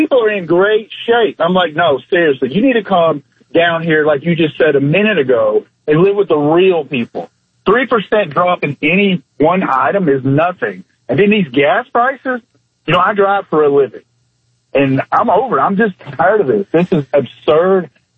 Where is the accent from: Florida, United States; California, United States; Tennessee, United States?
Tennessee, United States; I'm from East Tennessee, and I'm talking to people all the time.